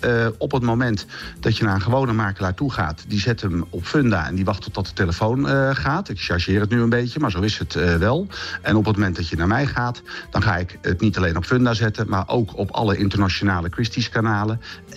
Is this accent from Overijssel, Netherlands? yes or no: no; Rotterdam, South Holland, Netherlands; En dat is natuurlijk wel zo leuk als voor mij als Rotterdammer ook.